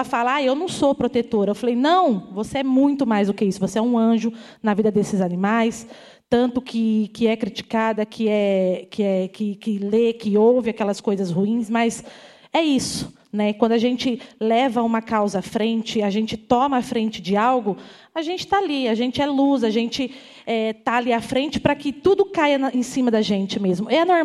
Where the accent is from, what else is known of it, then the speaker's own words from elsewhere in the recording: São Paulo, Brazil; now in Leme, Brazil; Somos de São Paulo, mas mudamos para o interior e continuamos aqui. Morei em Araras, me formei aqui como pedagoga e fui para Leme, onde eu tenho outras famílias também, né, os parentes, enfim.